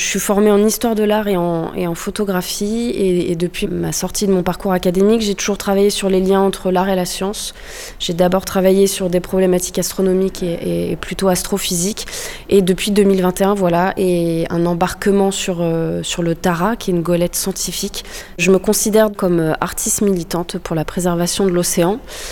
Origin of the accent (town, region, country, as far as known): Brittany, France; born or raised there